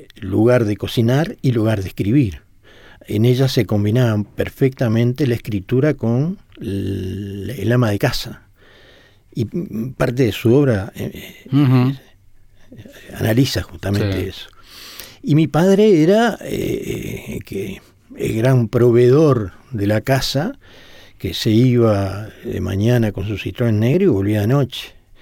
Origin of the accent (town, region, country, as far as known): Montevideo, Uruguay; born or raised there